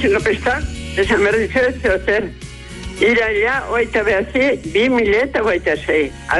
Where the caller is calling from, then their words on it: Uitzi, Navarre, Spain; Kaixo, nere herritarrak eta laguna maiteak, uitziarrak.